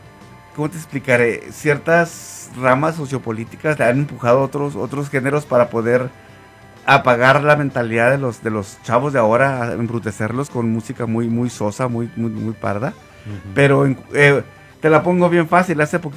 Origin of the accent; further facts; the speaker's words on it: Ciudad Juárez, Chihuahua, Mexico; now in Mexico City, Mexico; los de Juárez tenemos así como que, tú eres de Juárez, güey